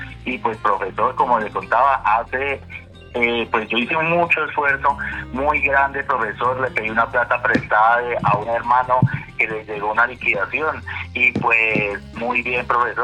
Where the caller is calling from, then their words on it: Puerto Boyacá, Boyacá, Colombia; De aquí de Puerto Boyacá